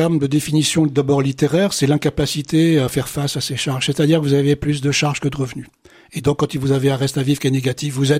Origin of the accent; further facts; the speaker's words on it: Brittany, France; moved away as an adult; also born or lived in Île-de-France; je suis breton d'origine.